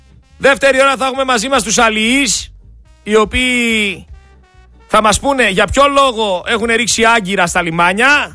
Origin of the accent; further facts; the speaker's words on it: Greece; εμείς σαν Έλληνες